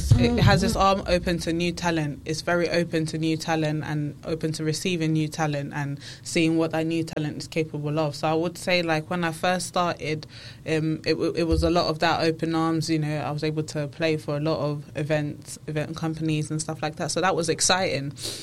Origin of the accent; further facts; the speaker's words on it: London, United Kingdom; born there; also born or lived in Kinshasa, Congo; Came over with family, but I've been in London since I was about 6, 7 years old. So, I'm a Londoner.